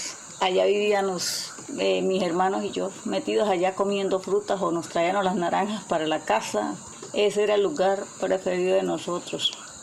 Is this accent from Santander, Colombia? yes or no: yes; Santander, Colombia; moved away as an adult; also born or lived in San Alberto, Cesar; mi infancia, pues la mayoría de mi infancia pues fue ahí en San Rafael de Río Negro. Cuando cumplí la mayoría de edad, me fui para San Alberto Cesar a estudiar una carrera, un curso. Nos fuimos para San Alberto Cesar